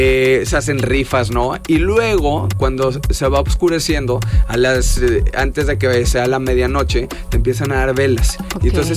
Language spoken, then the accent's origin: Spanish; Mexico